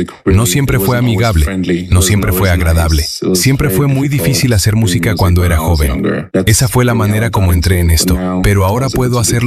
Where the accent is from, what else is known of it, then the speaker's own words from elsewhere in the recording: Nigeria; now in Chicago, United States; Soy originalmente de Nigeria. Soy de un hogar nigeriano. El primero de tres hijos.